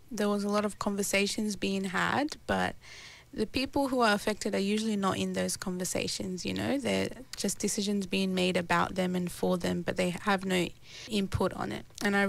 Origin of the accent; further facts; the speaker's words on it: Australia; how I grew up here in Australia